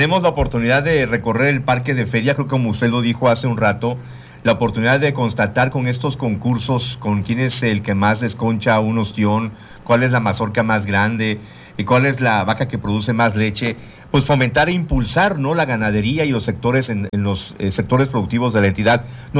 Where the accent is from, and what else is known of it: Tabasco, Mexico